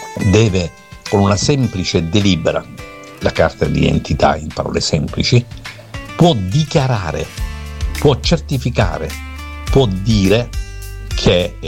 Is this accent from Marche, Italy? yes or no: no; Brindisi, Apulia, Italy; born there; Io sono nato a Brindisi.